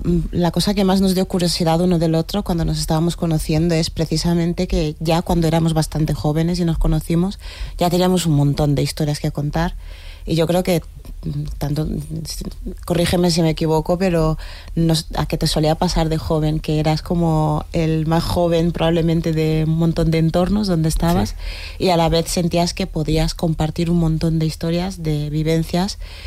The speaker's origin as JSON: {"language": "Spanish", "country": "Guinea-Bissau"}